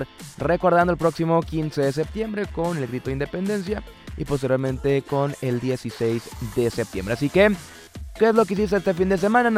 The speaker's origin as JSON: {"language": "Spanish", "country": "Mexico", "said": "A nosotros como mexicanos siempre nos ha gustado celebrar."}